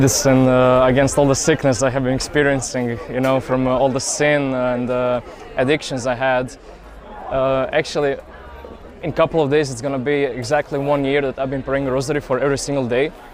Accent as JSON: {"language": "English", "town": "Pula", "region": "Istria County", "country": "Croatia", "lives_now": "Denmark", "said": "I'm originally from Croatia, from Pula, but I've been studying in Denmark for the last couple of years, so this is my little holiday, actually."}